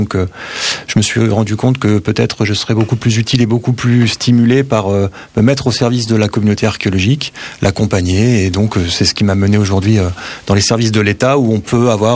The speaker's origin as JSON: {"language": "French", "region": "Bourgogne-Franche-Comté", "country": "France", "said": "Et puis étant donné que je viens de la Bourgogne, la Bourgogne est une terre pas seulement, mais la proto-histoire est assez riche"}